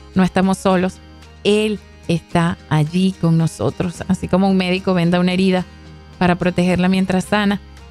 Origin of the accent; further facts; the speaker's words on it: Venezuela; Y aquí estoy como venezolana